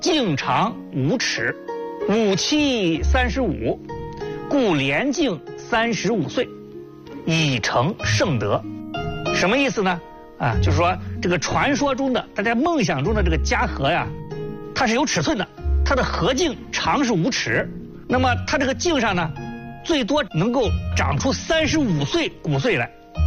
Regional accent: China; 我们中国人呢啊，因为长期的食用素

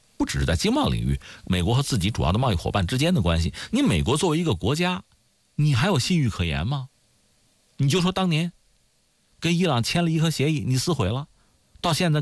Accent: China; 从我们中国人视角看呢

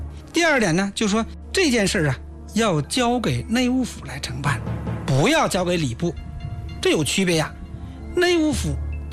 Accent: China; 我们中国人

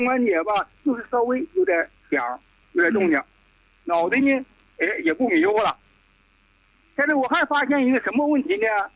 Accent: Northeast China, China; accent: Northeastern; also born or lived in Fuyang, Anhui; 我是安徽人，在东北长大的，我安徽阜阳的。

